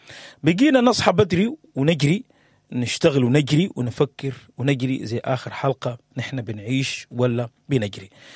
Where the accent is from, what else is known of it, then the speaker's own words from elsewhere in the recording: Sudan; ونبتدي بها من بلدنا السودان.